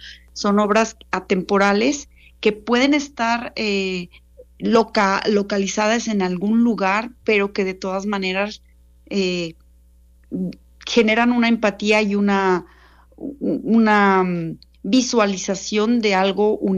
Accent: Mexico; moved away as an adult; now in Zurich, Switzerland; como mexicana, que además ha tenido una carrera dentro del teatro en mi país, en México

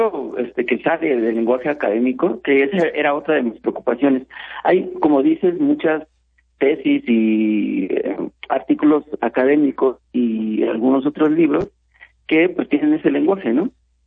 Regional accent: Valle de Chalco, State of Mexico, Mexico; en mi barrio, que yo vivo en Valle de Chalco, de ahí soy, y viví ahí durante el movimiento estudiantil

